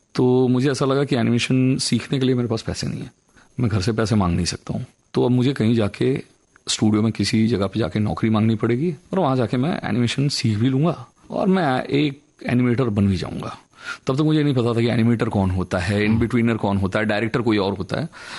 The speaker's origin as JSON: {"language": "Hindi", "town": "Athabira", "region": "Odisha", "country": "India", "tie": "born or raised there", "also_born_or_lived": "Bhilai", "said": "तब तक हम उड़ीसा शिफ्ट हो चुके थे भिलाई से, और ये बहुत छोटा सा गांव था, इसका नाम अथाबिरा है।"}